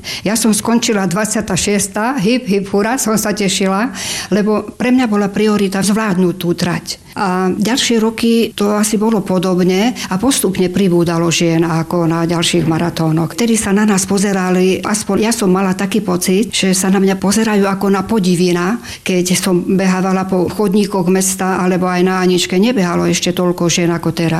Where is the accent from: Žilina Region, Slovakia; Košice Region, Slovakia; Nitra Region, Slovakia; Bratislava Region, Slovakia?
Košice Region, Slovakia; Perín; now in Košice, Slovakia; ja pochádzam z Perína, je to dedinka, ktorá susedí so Seňou.